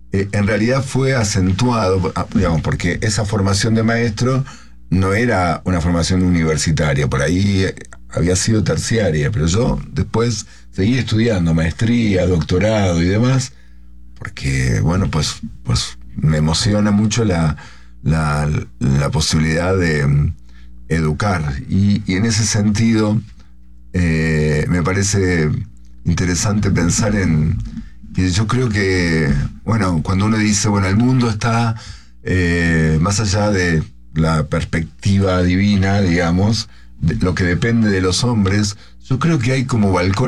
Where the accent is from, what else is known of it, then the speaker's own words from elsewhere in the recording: Rosario, Santa Fe, Argentina; moved away; also born or lived in Jerusalem; yo no soy de Buenos Aires, soy de una ciudad que se llama Rosario, que está donde nacieron Ángel Di María y Lionel Messi.